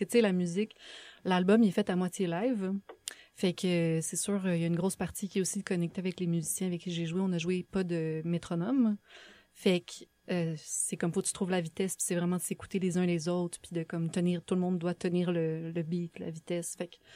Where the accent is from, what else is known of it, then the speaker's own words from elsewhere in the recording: Sherbrooke, Quebec, Canada; je viens de Sherbrooke.